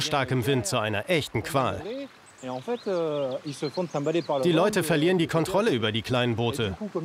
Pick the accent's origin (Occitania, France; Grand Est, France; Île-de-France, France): Occitania, France; Schon als Kind war ich hier unterwegs. Ich habe hier Fahrradfahren gelernt. Ich bin mit dem Blick auf den Kanal groß geworden.